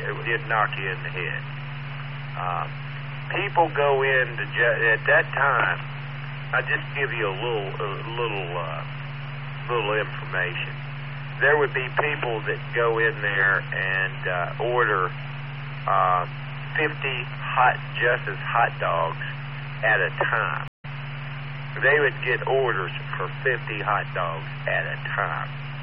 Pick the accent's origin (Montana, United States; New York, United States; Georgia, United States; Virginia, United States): Virginia, United States; Harrisonburg; It's a hot dog stand in my hometown, Harrisonburg, Virginia.